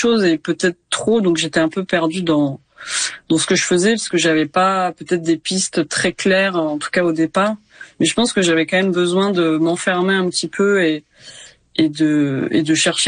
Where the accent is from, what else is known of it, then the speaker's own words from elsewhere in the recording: Ramatuelle, Provence-Alpes-Côte d'Azur, France; moved away; j'ai un lien assez fort avec Ramatuelle, donc là où j'ai grandi